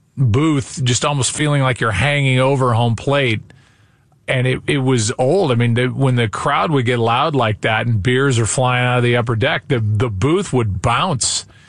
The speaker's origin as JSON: {"language": "English", "town": "St. Louis", "region": "Missouri", "country": "United States", "tie": "born or raised there", "said": "I'm going to be calling my hometown team in the World Series"}